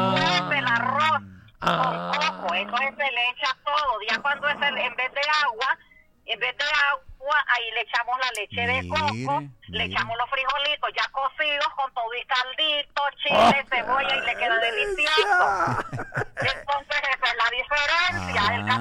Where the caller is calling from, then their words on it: Tegucigalpa, Francisco Morazán, Honduras; De aquí de Tegucigalpa